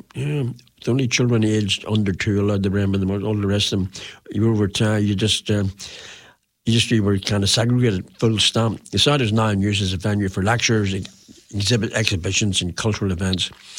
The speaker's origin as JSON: {"language": "English", "region": "Northern Ireland", "country": "United Kingdom", "tie": "born or raised there", "said": "I come from Northern Ireland, as you can tell, and it was forbidden. You know, I remember growing up and Irish was not allowed to be spoken."}